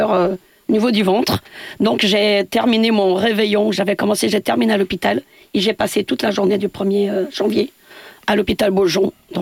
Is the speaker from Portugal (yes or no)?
yes; Santa Comba, Viseu, Portugal; French is a second language; moi je suis originaire donc, du Portugal. Je viens d'un petit village où tout le monde s'entraide.